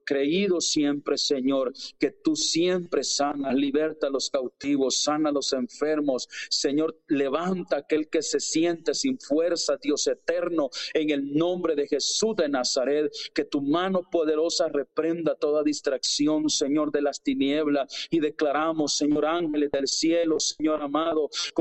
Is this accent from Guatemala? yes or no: yes; Guatemala; now in San Cristóbal Frontera, Guatemala; nosotros somos del país de Guatemala. Estamos en San Cristóbal, frontera, Tezcatempa, Jutiapa.